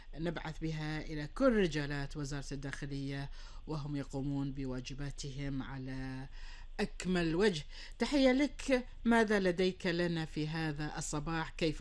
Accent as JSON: {"language": "Arabic", "country": "Kuwait", "said": "دائما نتمنى لكم الأمن والأمان والسلامة في ديرتنا الحبيبة الكويت."}